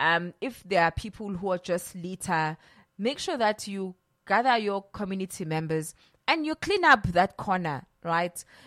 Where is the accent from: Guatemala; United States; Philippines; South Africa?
South Africa; Johannesburg, Gauteng; I'm from Deep Kloof, so I normally pass by Nasrec.